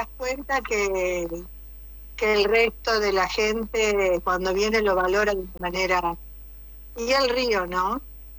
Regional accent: Buenos Aires, Argentina; moved away as an adult; now in Concordia, Argentina; Yo soy de Buenos Aires

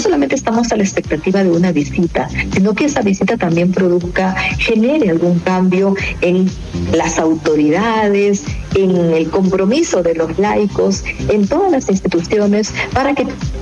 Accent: Eten, Lambayeque, Peru; visitaba mucho mi tierra, Eten. Eten es un pueblo de 15.000 habitantes, chiquitito.

